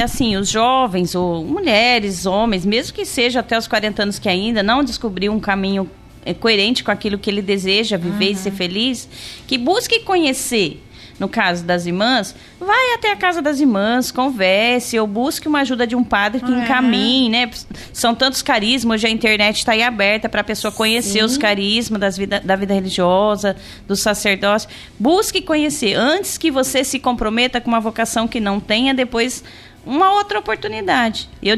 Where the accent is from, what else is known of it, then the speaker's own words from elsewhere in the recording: Colina, São Paulo, Brazil; Não, eu sou lá da cidade de Colina, ao lado da cidade de Barretos.